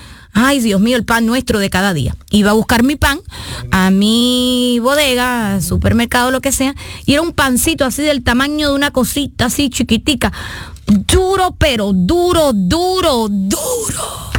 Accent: Cuba; moved away as an adult; porque yo soy cubana, cubana con un corazón internacional. ¿Ah? Sí, la libreta, la tarjeta, la libreta, ya se me está olvidando después de 32 años en este país, pero soy más cubana

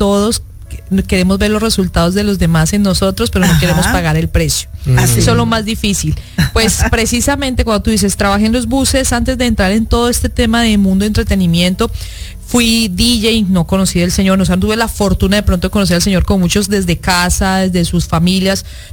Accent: Colombia; moved away as an adult; now in Miami, United States

